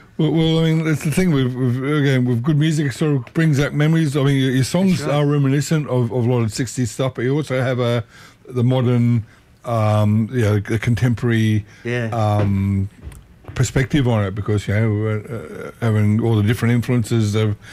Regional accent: Sydney, New South Wales, Australia; now in Freshwater, Sydney, Australia; South Sydney. I grew up in Lugano.

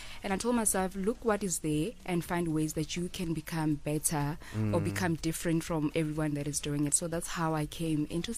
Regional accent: Kuruman, Northern Cape, South Africa; And I come all the way from Kuruman in Northern Cape.

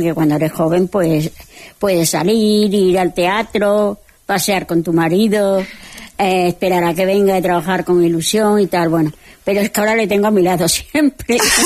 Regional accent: Arroyomolinos de la Vera, Extremadura, Spain; also born or lived in Móstoles; now in Torremenga, Spain; Yo vivía en Torremenga, aunque yo soy de Arroyomolino, me hice una casa en Torremenga y vivo ahí.

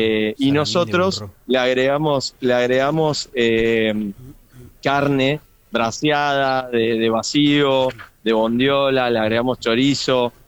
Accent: Argentina; also born or lived in Switzerland; Soy argentino

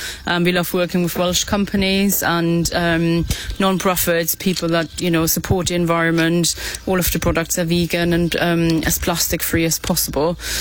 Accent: Germany; now in Narberth, United Kingdom; I've been here for 9 years now. I'm originally from Germany, but I've completely fallen in love with Pembrokeshire

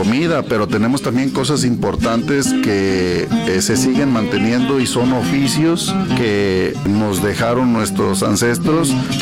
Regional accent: Jalisco, Mexico

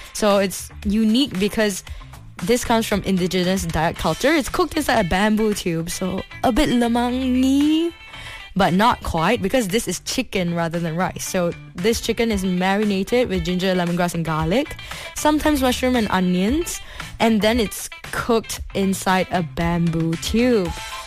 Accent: Sarawak, Malaysia; because, you know, we're Malaysian. We love Malaysian food, and today's Sarawak Day.

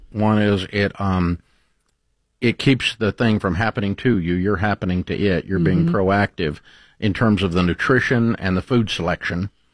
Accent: the South, United States; one of the best things on the planet is a ripe tomato, personally, because I'm from the South.

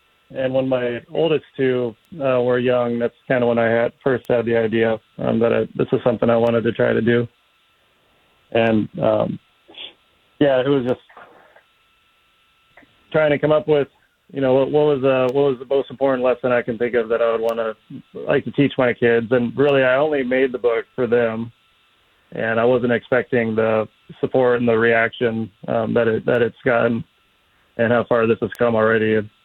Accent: Nebraska, United States; Yes, I'm from Nebraska

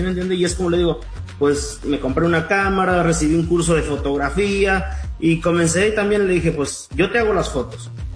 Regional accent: Guatemala; now in Phoenix, United States; en este caso yo soy de Guatemala, mi esposa es de México y pues Chris nacido acá

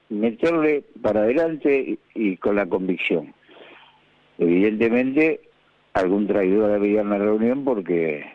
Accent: Lanús, Buenos Aires Province, Argentina; born there; yo nací en Lanús, en Calle de Tierra, ¿viste? No nací en un castillo.

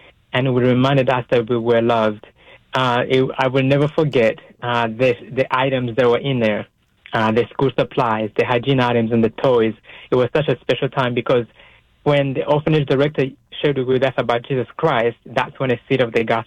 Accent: Rwanda; And I was one of those kids when I was 7 years old growing up in Rwanda.

